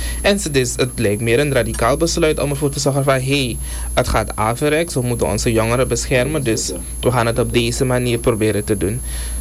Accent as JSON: {"language": "Dutch", "country": "Suriname"}